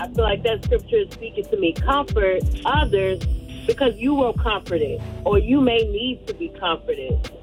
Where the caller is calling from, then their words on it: Richmond, Virginia, United States; Hey, I'm calling from Richmond, Virginia.